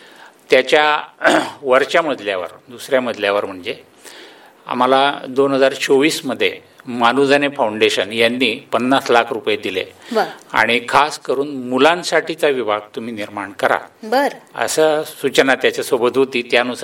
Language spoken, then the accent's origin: Marathi; Parola, Maharashtra, India; म्हणजे पारोळा, मी मूळचा पारोळ्याचा आहे